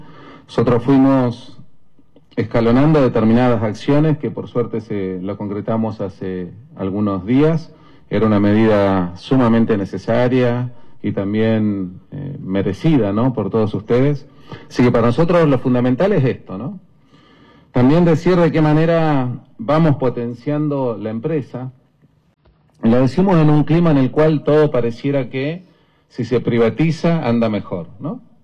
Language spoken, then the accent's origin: Spanish; Patagonia, Argentina; porque somos patagónicos